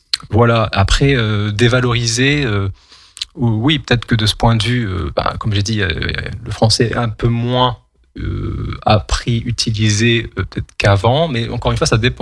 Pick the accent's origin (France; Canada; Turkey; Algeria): Algeria; Kabylie; En fait, même si je suis kabyle, je parle le kabyle, donc le dialecte, mais la langue amazigh écrite, je ne la parle pas.